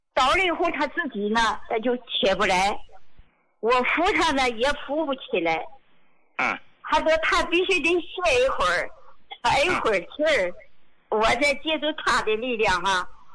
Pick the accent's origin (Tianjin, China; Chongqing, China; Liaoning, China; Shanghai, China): Liaoning, China; Dalian; 那我是大连人。